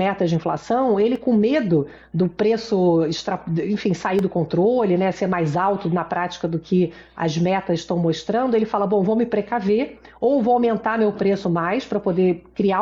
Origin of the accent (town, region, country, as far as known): Brazil